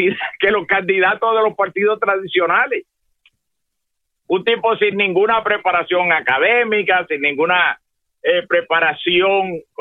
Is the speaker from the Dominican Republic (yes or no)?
yes; Dominican Republic; now in Puerto Rico; nosotros vivimos en Puerto Rico. Nosotros, en nuestra Puerto Rico, aunque somos originarios de la República Dominicana